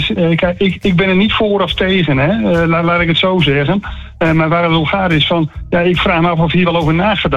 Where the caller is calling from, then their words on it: Groningen, Netherlands; Ik ben een Groninger